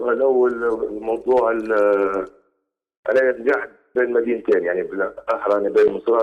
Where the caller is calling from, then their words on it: Tripoli, Tripoli District, Libya; أنا طبعا من طرابلس، في طرابلس، لكن نمشي يعني مصراتة مرة بعد شهر مرة شهرين